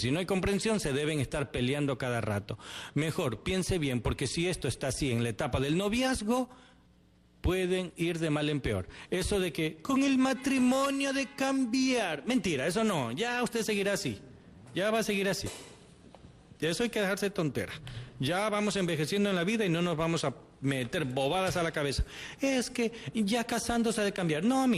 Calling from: Cuenca, Azuay, Ecuador; Buenos días con todos ustedes … de Cuenca.

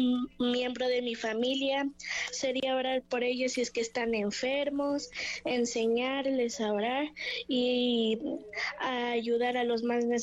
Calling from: Ibarra, Imbabura, Ecuador; De Ibarra.

